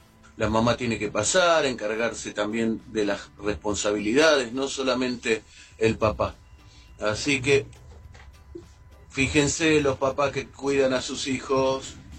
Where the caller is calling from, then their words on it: Podestá, Buenos Aires Province, Argentina; de Podestá.